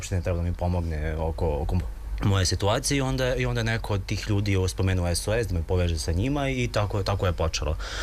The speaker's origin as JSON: {"language": "Serbian", "town": "Mala Vrbica", "region": "Belgrade", "country": "Serbia", "tie": "born or raised there", "said": "Jedna komšinica u selu gdje sam odrastao, u Malom Verbici kod Mladenovca"}